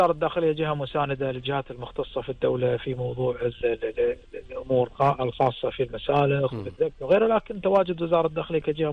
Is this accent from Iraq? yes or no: no; Kuwait; والله يحفظ ديرتنا حلوة الكويت.